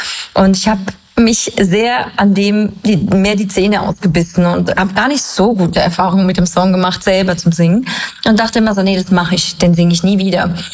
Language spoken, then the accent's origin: German; Switzerland; Ich bin Schweizerin, ich liebe meine Heimat.